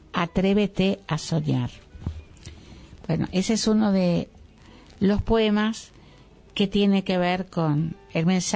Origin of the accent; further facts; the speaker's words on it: General Pico, La Pampa, Argentina; also born or lived in Pehuajó, Argentina; now in Buenos Aires, Argentina; Soy pampeana, nací en General Pico, La Pampa. Pero como mi padre, por su trabajo, lo trasladaban muy asiduamente, recorrimos toda La Pampa hasta que llegamos a Pehuajó, que también está en la llanura pampeana, y yo soy pehuajense adoptiva.